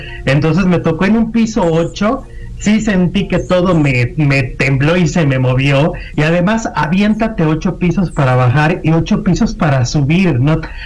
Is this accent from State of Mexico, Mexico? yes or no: no; Ciudad Juárez, Chihuahua, Mexico; soy norteño de los que no sabe nada de temblores.